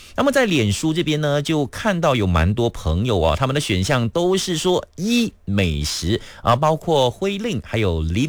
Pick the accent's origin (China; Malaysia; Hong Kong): Malaysia; 我们马来西亚人呢、能够掌握多种语言呢